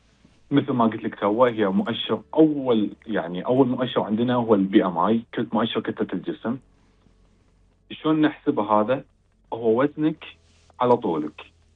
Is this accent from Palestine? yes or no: no; Kuwait